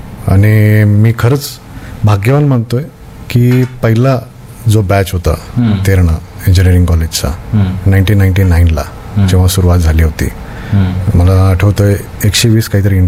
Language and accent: Marathi; Solapur, Maharashtra, India; born there; also born or lived in Latur; Solapur Mahavir high school म्हणून सोलापूरमधनं.